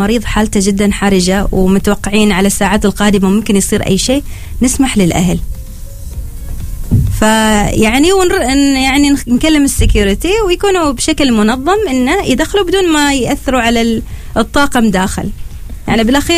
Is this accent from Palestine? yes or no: no; Oman; فنحن كعمانيين